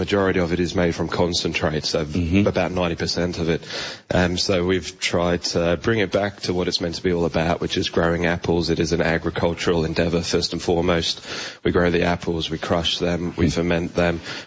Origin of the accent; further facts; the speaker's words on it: South West England, United Kingdom; When we came over from Somerset and we joined the local cricket team, we quickly became